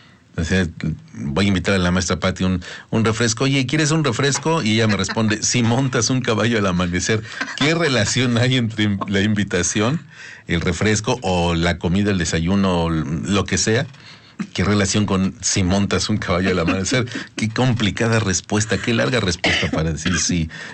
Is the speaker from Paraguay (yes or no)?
no; Mexico; qué complicados somos los mexicanos.